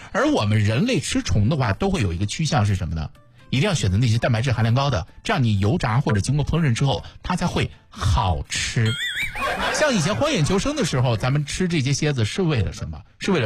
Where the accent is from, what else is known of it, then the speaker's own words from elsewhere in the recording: Jiangsu, China; 我们苏北人